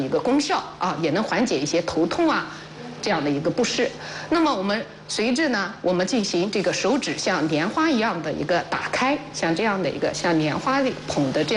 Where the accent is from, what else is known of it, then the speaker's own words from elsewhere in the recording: China; 我们讲其实我们中国人是比较喜欢这种粥的，